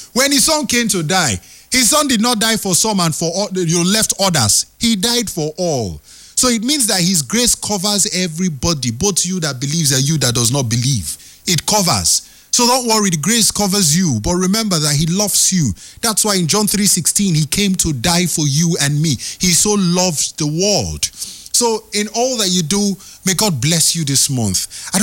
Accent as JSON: {"language": "English", "country": "Nigeria", "said": "I'm a proud Nigerian. I know who I am as a Nigerian."}